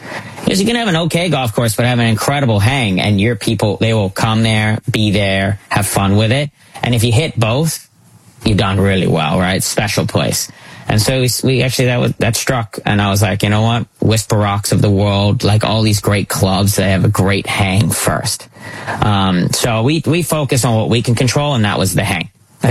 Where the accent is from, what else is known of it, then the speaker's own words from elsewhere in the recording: the Hamptons, New York, United States; I grew up in the Hamptons